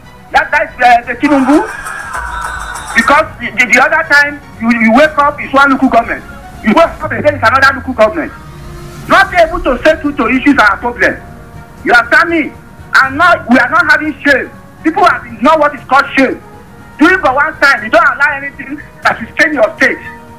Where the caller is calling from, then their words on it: Nigeria; a country we have as a Nigerian